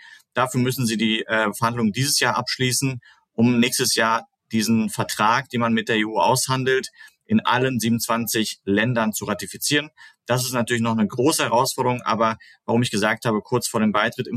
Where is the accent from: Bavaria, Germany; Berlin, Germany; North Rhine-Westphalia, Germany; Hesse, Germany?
North Rhine-Westphalia, Germany; Ich komme aus dem Sauerland, das ist so ungefähr wie Dortmund die Größe